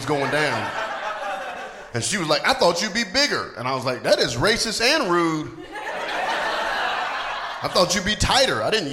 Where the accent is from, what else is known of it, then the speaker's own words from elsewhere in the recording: North Carolina, United States; also born or lived in Atlanta; But I'm from the South. I'm from Atlanta, went to school, or from North Carolina, went to school in Atlanta.